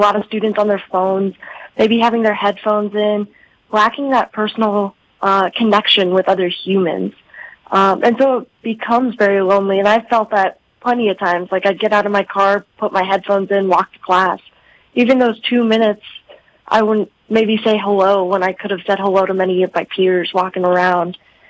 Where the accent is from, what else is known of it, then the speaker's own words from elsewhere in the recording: Colorado, United States; now in South Dakota, United States; I'm actually originally from Colorado. I came to South Dakota Mines in 2019.